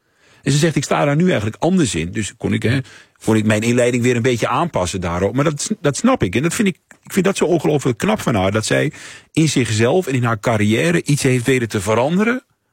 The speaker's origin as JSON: {"language": "Dutch", "region": "Overijssel", "country": "Netherlands", "said": "Ik kom uit Twente. Hè? Ja, we zeggen niet zo heel snel van. Oh, geweldig, fantastisch."}